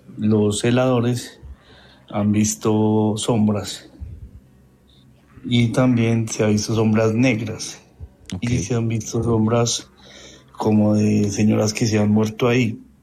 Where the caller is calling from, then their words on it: Pereira, Risaralda, Colombia; Yo vivo en Gama 4, Pinar de Gama, por el estadio del Pereira.